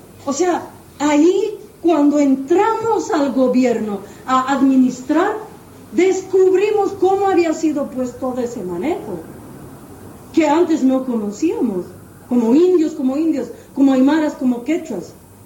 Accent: Bolivia; mi pueblo antes del 2003, antes del 2006, era un tipo de Bolivia, donde los indios, las indias, bajábamos la cabeza, donde no teníamos orgullo de nuestra lengua, de nuestro idioma, de nuestro cuerpo, de nuestro color, de nuestro tamaño

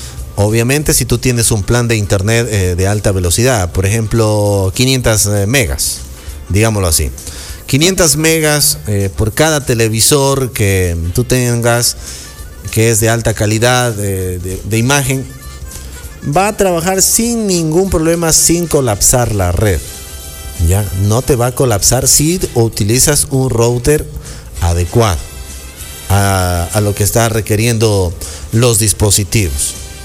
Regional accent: Ecuador; Pero como nosotros somos bien ecuatorianos

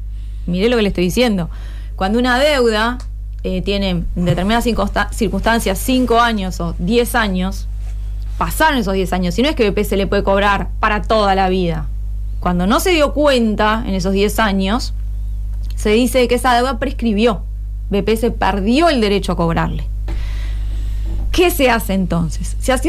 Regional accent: Rivera, Uruguay; Por ejemplo, vengo de Rivera, donde la frontera es diferente de lo que puede pasar aquí en Tacuarembó.

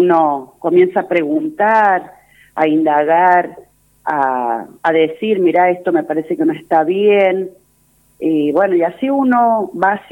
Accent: San Juan, Argentina; moved away as an adult; now in Chubut, Argentina; yo soy de San Juan, pero hace más de 21 años que vivo acá en la Patagonia, en Chubut.

